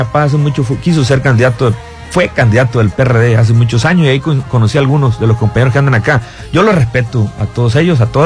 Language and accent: Spanish; Angostura, Sinaloa, Mexico